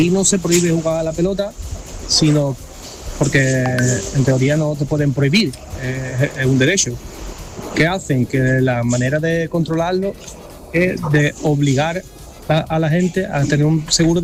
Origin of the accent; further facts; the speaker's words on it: Cádiz, Andalusia, Spain; now in Germany; Os escucho desde Alemania. Soy de Cádiz, pero escucho desde Alemania, llevo ya muchos años viviendo aquí.